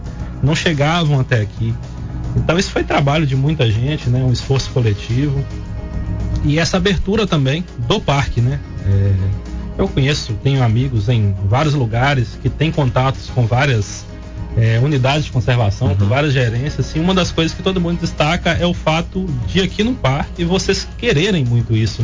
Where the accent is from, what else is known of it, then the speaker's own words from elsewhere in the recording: Ipatinga, Minas Gerais, Brazil; Fui criado em Ipatinga